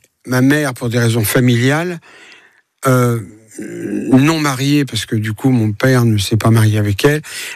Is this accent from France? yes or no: yes; Paris, Île-de-France, France; born there; J'ai traversé la mer dans un bateau, dans le ventre de ma mère. Et je suis né à Paris.